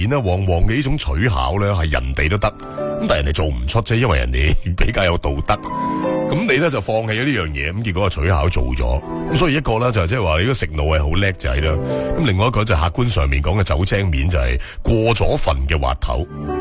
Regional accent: Guangdong, China; 喺我哋广东人粤语里边咧，亦都表示就话唔要嗰样嘢嘅意思

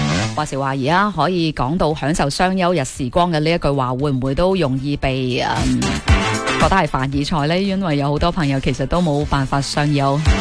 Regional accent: Guangdong, China; 我哋广东人肯定系认身会陈皮嘅，

